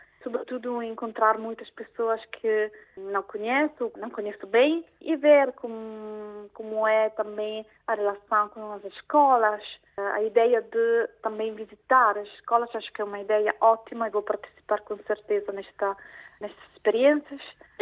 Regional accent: Italy; Portuguese is a second language; E eu, sobretudo, claro, do meu ponto de vista, como italiana, as coisas que eu faço são sobretudo em relação à tradução.

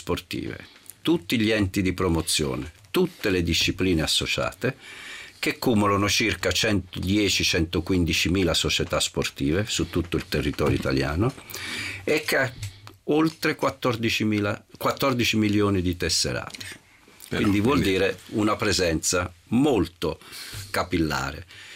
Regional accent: Milan, Lombardy, Italy; A Milano, sì, però io sono cresciuto a Milano.

